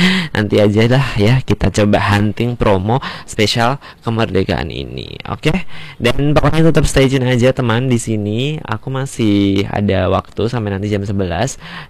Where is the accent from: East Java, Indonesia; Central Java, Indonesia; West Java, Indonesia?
Central Java, Indonesia; Surakarta; karena kebetulan aku dari Solo, itu biasanya ada namanya malam tirakatan